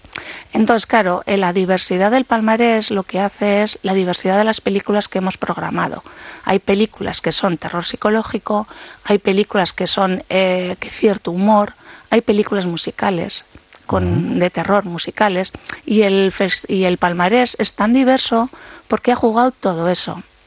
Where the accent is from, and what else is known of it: Bilbao, Basque Country, Spain